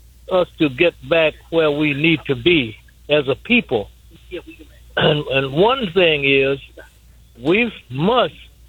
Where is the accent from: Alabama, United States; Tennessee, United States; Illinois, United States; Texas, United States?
Alabama, United States; now in Indiana, United States; I'm raised in Alabama, in Tulsa County, Alabama, for that to be correct.